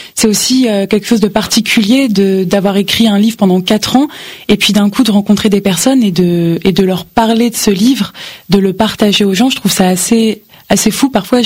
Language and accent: French; Lille, Hauts-de-France, France; moved away; dans le Nord, dans ma région natale.